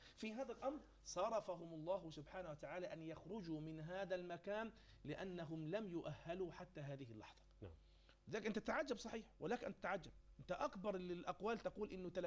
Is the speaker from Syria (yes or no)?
no; Egypt